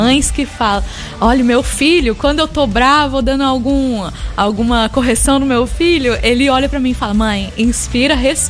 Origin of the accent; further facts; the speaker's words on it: Taubaté, São Paulo, Brazil; Olha, a gente nasceu em Taubaté